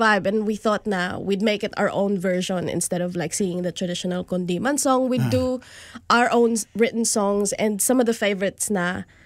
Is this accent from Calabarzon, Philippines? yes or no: no; Makati, Metro Manila, Philippines; moved away as an adult; also born or lived in Batangas; Sa Makati po ako pinanganak